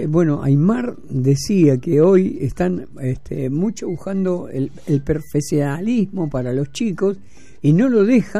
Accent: Argentina; se paraliza el país cuando juega Argentina. Somos muy futboleros.

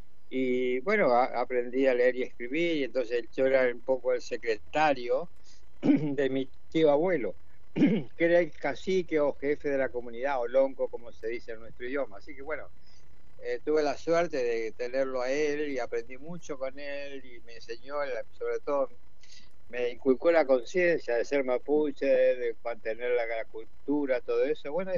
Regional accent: Los Toldos, Buenos Aires Province, Argentina; yo soy de Los Toldos, provincia de Buenos Aires, 300 kilómetros de la capital. Estamos entre Junín y 9 de Julio. Es una comunidad mapuche que se asentó allí por año 1850 y algo.

